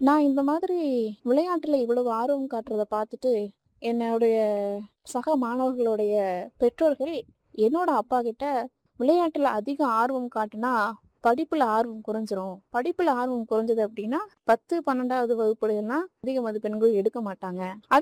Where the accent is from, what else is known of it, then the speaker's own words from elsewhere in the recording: Dindigul district, Tamil Nadu, India; நான் பிறந்து வளர்ந்தது எல்லாமே திண்டுக்கல் மாவட்டம் ஒட்டங்கத்திரம்பட்டம் ரெட்டியபட்டிங்கிற ஒரு கிராமத்துல தான். என்னுடைய குடும்பம் ஒரு விவசாய குடும்பம்